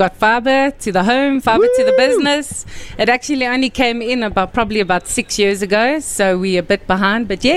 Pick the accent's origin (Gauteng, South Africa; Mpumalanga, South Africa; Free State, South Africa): Gauteng, South Africa; Johannesburg; now in Hartbeespoort, South Africa; Actually, I was born and raised in Joburg.